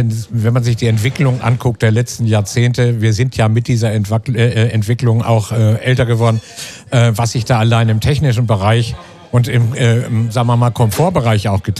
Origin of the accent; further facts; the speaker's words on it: Bremen, Germany; born there; Ich bin nun gebürtiger Bremer, aber die Erlebnisse kann ich teilen.